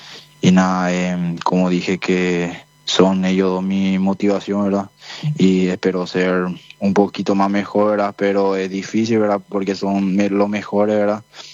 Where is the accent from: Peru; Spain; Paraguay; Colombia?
Paraguay; Capiatá, Central; Ah, nosotros somos de la ciudad de Capiatá.